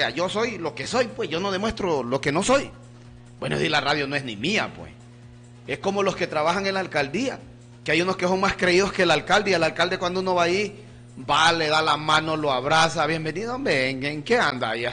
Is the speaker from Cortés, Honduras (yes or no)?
no; Talanga, Francisco Morazán, Honduras; talangueño y conozco a todos los... Aquí nadie me va a dar casaca a mí porque yo soy nacido y creado aquí en Talanga. Aquí por todas las calles de Talanga yo las conozco